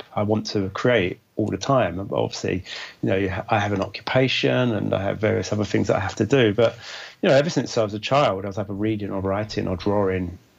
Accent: London, United Kingdom; I grew up in London, and that's what I know. I know East London, yes. West London, Central London, South London.

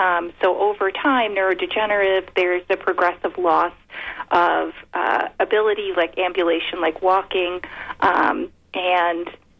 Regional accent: New York, United States; I grew up in New York, but I moved actually to outside of Philadelphia to take this role with FARA.

